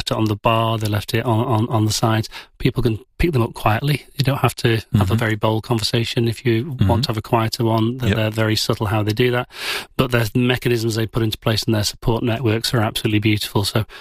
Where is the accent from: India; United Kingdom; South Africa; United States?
United Kingdom; England; And as an Englishman, not that successful.